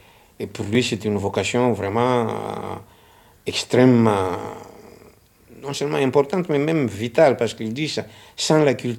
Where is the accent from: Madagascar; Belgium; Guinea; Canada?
Madagascar